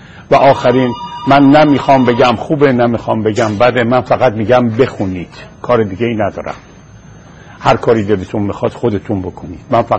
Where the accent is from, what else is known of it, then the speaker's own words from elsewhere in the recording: Iran; moved away; ما از وقتی از ایران اومدیم بیرون در خارج از کشور،